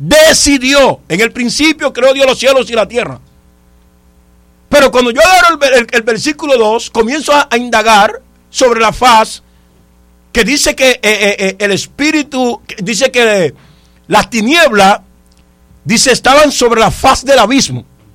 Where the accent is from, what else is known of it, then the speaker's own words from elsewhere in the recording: La Romana, Dominican Republic; born there; also born or lived in a batey (sugar-cane settlement); cuando yo vine del Batey, que una tía me dijo, te voy a llevar a vivir para la Romana.